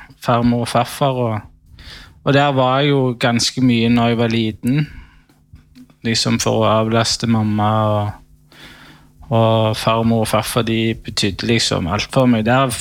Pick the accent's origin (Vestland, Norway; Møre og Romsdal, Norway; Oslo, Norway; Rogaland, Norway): Rogaland, Norway; Sandnes; Jeg er jo fra Sandnes, og jeg ble vel født inn i...